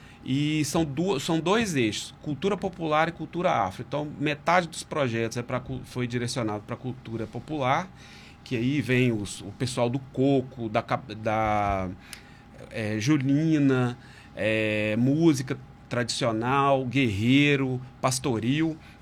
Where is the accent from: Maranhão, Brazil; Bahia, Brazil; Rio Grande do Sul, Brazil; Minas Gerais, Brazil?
Minas Gerais, Brazil; now in Maceió, Brazil; porque eu não sou daqui de Maceió. Tem 3 anos que eu moro aqui. Eu fiquei, assim, completamente deslumbrado com a cultura. Eu sou de Minas Gerais.